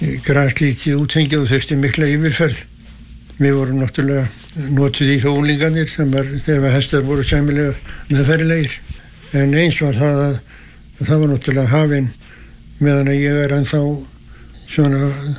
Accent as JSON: {"language": "Icelandic", "town": "Arnarvatn", "region": "Northeastern Region", "country": "Iceland", "tie": "born or raised there", "said": "Ég er fæddur 1923 á Arnarvatni Mývatnssveit og ólst þar upp til fullorðins ára."}